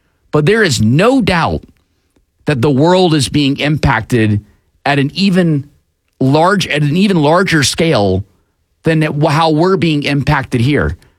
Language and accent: English; United States; I will always tell you that I am an American